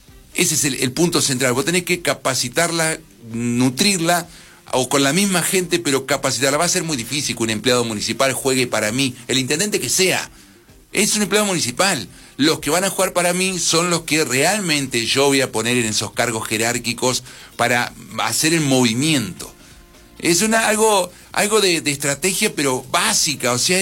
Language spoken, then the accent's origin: Spanish; Carmen de Patagones, Buenos Aires Province, Argentina; soy de Patagones